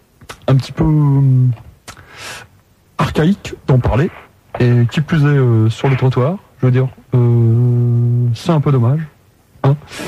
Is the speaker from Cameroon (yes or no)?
no; Mâcon, Bourgogne-Franche-Comté, France; Je suis de Mâcon.